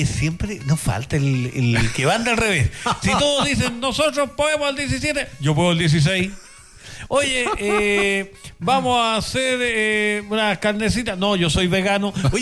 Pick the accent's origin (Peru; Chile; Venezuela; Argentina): Chile; Peumo, O'Higgins; moved away; Yo soy de campo. Yo vengo de Peumo.